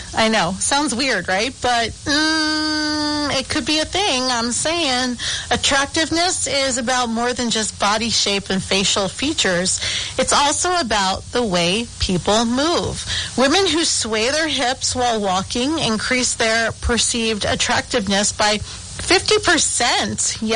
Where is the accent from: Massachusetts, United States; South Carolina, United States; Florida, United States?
Massachusetts, United States; And I'm from Massachusetts.